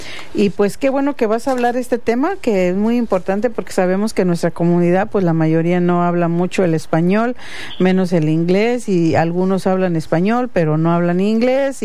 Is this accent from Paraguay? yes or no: no; Oaxaca, Mexico; now in Arvin, United States; nosotros que somos de Oaxaca, pues hablamos una variedad de idiomas originarias, y pues los que hablamos puro español, que no hablamos también el inglés o viceversa